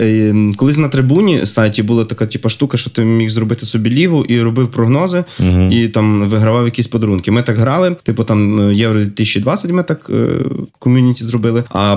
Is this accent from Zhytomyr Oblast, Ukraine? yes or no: no; Lviv, Lviv Oblast, Ukraine; Я сам з Львова.